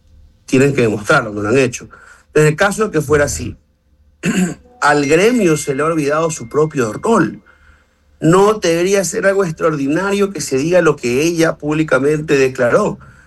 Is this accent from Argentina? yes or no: no; Ecuador